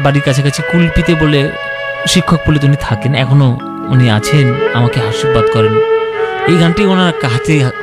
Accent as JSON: {"language": "Bangla", "town": "Kulpi", "region": "West Bengal", "country": "India", "tie": "born there"}